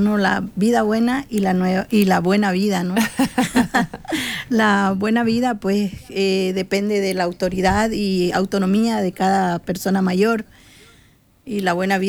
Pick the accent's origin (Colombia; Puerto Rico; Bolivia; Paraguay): Bolivia; now in Pamplona, Spain; nosotros como bolivianas